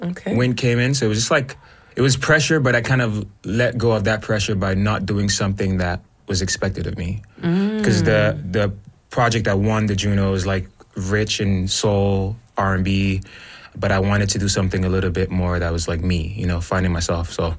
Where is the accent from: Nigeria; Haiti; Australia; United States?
Nigeria; now in Canada; because I'm Nigerian. Mm-hmm. But I've also been in Canada for about 17 years. So I'm like hybrid in a sense.